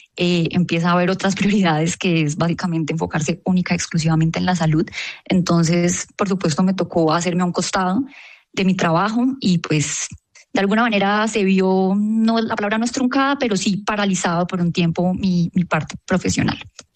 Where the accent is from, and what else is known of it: Cúcuta, Norte de Santander, Colombia; now in Bogotá, Colombia